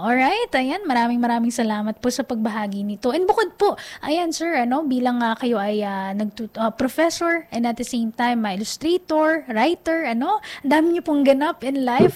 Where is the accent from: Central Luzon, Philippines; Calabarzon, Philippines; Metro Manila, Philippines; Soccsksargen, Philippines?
Metro Manila, Philippines; Manila; moved away; I was born and raised in Tondo. Pero sa ngayon po, sa iba na kami nakatara.